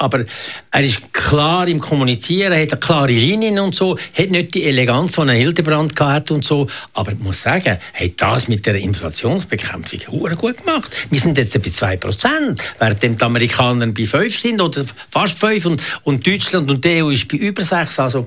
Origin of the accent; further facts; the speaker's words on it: Engelberg, Obwalden, Switzerland; Ich komme ja eigentlich auch aus den Bergen.